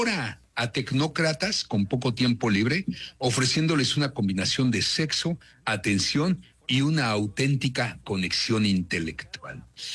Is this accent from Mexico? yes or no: yes; Mexico; Ahora soy abuelo. Soy padre de familia, soy un mexicano preocupado, muy, muy preocupado por mi país.